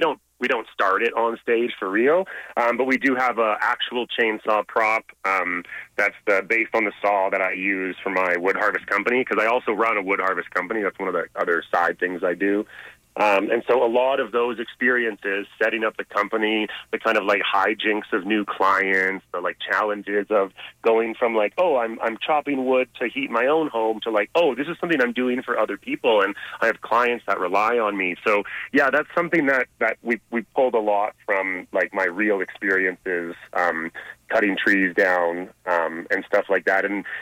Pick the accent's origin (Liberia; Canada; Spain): Canada; Calgary, Alberta; now in Yukon, Canada; because I'm originally from Calgary and I've been in the Yukon for about 8 years now.